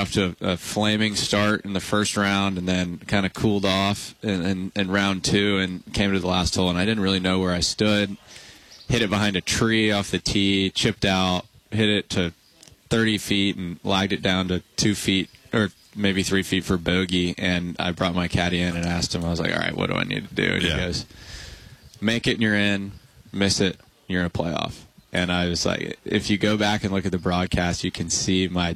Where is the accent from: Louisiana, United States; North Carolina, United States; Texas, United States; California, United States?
Texas, United States; Houston; I am from Houston, Texas.